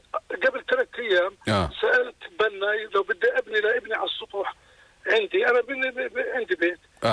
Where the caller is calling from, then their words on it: Amman, Amman Governorate, Jordan; أنا من عمان الشرقية.